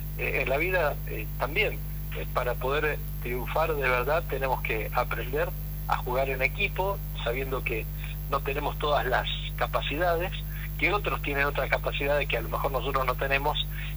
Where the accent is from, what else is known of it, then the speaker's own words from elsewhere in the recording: Argentina; somos todos argentinos